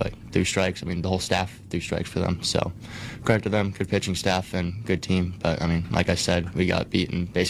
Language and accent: English; San Luis Obispo, California, United States; To represent SLO, my hometown